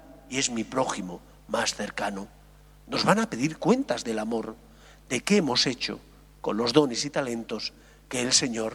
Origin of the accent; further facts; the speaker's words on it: Alicante, Valencian Community, Spain; now in Madrid, Spain; Yo soy un extranjero en esta tierra, porque soy de otro lugar, soy de Alicante. Y sin embargo, llevo más tiempo viviendo aquí que en Alicante, con lo cual ya me siento madrileño de adopción.